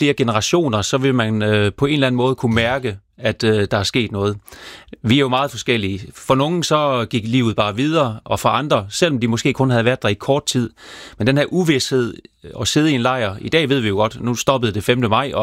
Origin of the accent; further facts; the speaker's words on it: Region of Southern Denmark, Denmark; Nu er jeg selv fra Sønderjylland